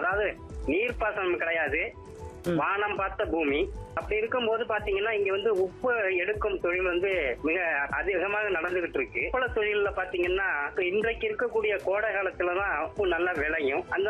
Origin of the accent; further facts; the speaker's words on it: Karuppampulam, Tamil Nadu, India; also born or lived in Vedaranyam; நான் வந்து நாகை மாவட்டம் வேதாரண்யம் வட்டம் கருப்பம்புளம் தெற்கு அப்படிங்கிற ஊர் தான் மேடம் சொந்த ஊர்.